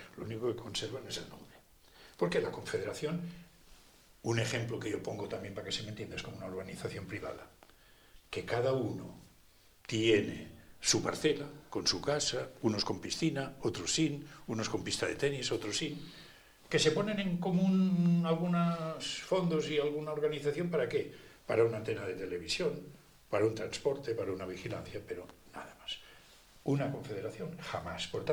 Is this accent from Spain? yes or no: yes; Spain; No soy el primer español que lo hace